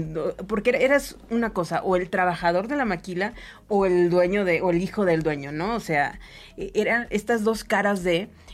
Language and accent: Spanish; Monterrey, Nuevo León, Mexico; O sea, somos de Monterrey y estábamos en este marco temporal que él ni siquiera tiene claro cuándo terminó y cuándo empezó